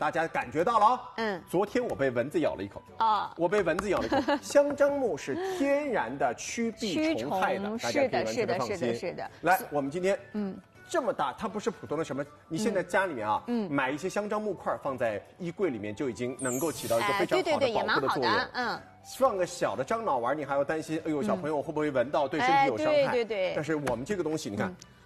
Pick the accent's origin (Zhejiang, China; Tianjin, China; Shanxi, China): Zhejiang, China; Hangzhou; 因为我是杭州人